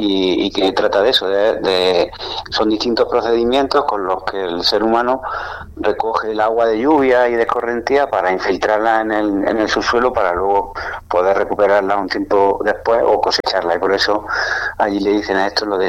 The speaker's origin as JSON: {"language": "Spanish", "region": "Andalusia", "country": "Spain", "said": "la zona de Guadí, que es de donde soy yo"}